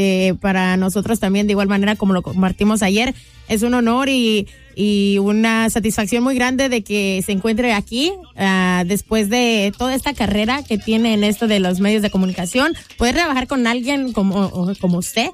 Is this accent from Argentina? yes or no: no; Mexico; moved away; Cuando mis padres y todos inmigramos de México para acá